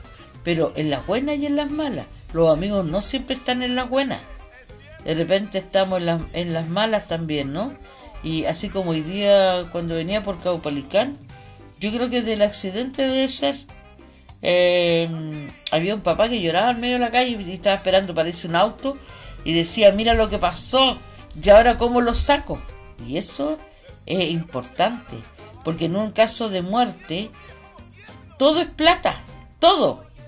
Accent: Chile; nosotros ganamos, nosotros somos chilenos tramposos, como dicen en Europa.

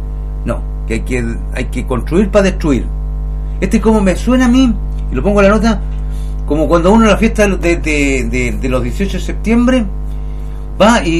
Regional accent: Chile; como somos chilenos, estamos acostumbrados a que las cosas sean así

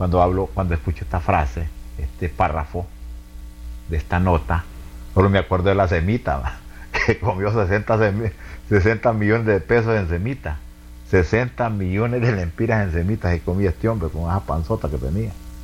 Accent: Honduras; Ahora le voy a decir lo que digo yo como hondureño.

